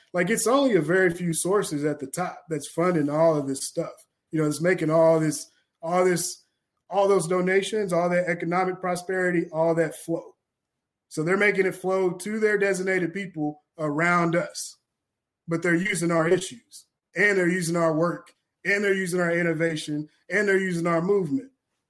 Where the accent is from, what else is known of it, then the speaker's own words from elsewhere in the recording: Kentucky, United States; I'm from Kentucky. I organized.